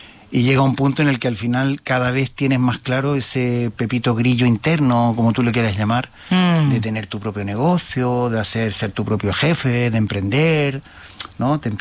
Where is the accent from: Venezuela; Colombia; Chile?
Chile; Santiago, Santiago Metropolitan Region; moved away as an adult; bueno, yo nací en Santiago de Chile, ¿vale? Yo soy chileno, nací el 20 de abril de 1971, bajo la dictadura del señor Pinochet, con lo cual toda mi juventud, hasta los 23 años estuve en Chile